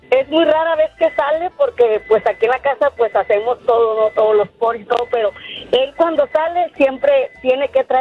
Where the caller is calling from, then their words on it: Austin, Texas, United States; hemos ido aquí a Austin